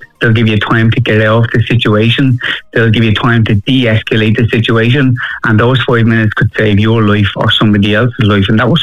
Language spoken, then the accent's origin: English; Dublin, Leinster, Ireland; I grew up in Fatty Ma Mansions, and like growing up in the 90s